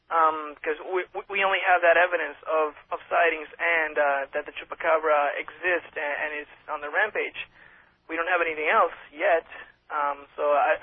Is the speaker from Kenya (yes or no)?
no; Ponce, Puerto Rico